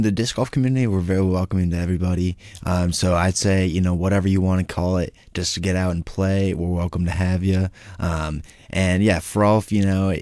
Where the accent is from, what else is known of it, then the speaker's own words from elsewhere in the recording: Jeffersonville, Vermont, United States; Yeah, so I'm born and raised in Jeffersonville, Vermont, local.